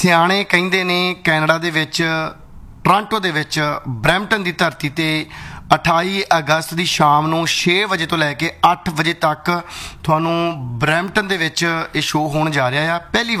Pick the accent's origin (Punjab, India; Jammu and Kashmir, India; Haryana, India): Punjab, India; ਸੋ ਅਸੀਂ ਵੀ ਪੰਜਾਬੀ ਹਾਂ ਔਰ ਜ਼ਿਆਦਾ ਪਰਦੇਸੀ ਹੈ ਹੀ ਪੰਜਾਬੀਆਂ 'ਚੋਂ ਨੇ।